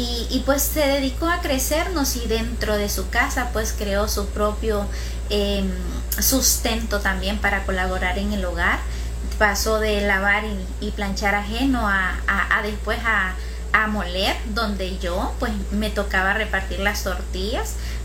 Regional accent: Choluteca, Honduras; Soy de Choluteca, Choluteca.

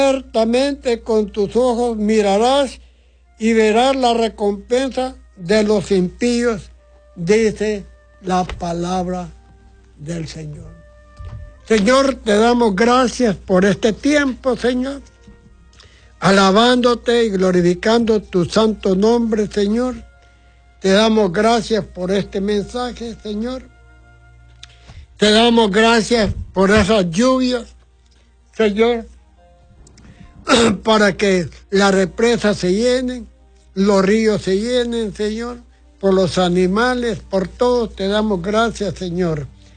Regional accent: Ocotepeque, Honduras; now in Tegucigalpa, Honduras; allá en Ocotepeque, en mi pueblo de Ocotepeque.

